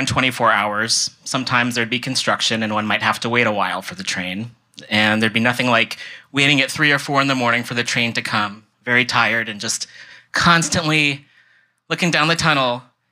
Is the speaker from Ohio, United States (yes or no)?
no; East Bay, California, United States; moved away as an adult; also born or lived in New York City; So I grew up in the East Bay, and I grew up riding BART and AC Transit.